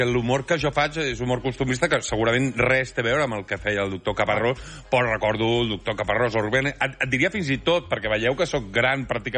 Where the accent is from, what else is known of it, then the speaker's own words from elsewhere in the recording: L'Hospitalet de Llobregat, Catalonia, Spain; Jo sóc de l'Hospitalet